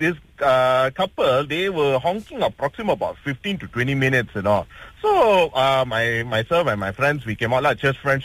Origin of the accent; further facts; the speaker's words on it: Malaysia; I mean, spirit of being Malaysian is there.